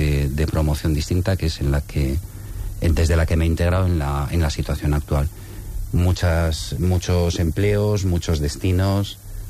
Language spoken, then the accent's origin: Spanish; Gijón, Asturias, Spain; also born or lived in Brussels; Yo me defino como asturiano de Gijón, ¿vale? Si tengo que recurrir a mi procedencia, pero yo realmente nací en Bruselas.